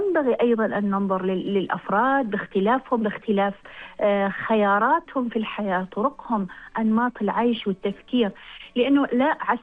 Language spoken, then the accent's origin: Arabic; Oman; نحن كعمانيين